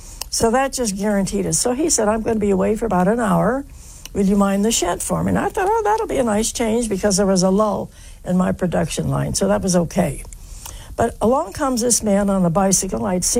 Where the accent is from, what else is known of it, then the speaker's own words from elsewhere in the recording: West Virginia, United States; born there; And I said, well, I was born in West Virginia